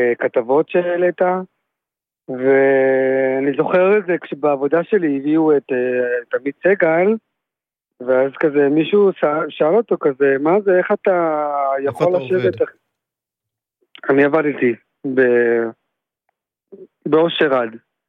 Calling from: Jerusalem, Jerusalem District, Israel; מירושלים.

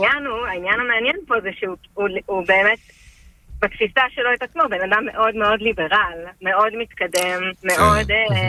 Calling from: Southern District, Israel; אנחנו קיבוצים מהנגב

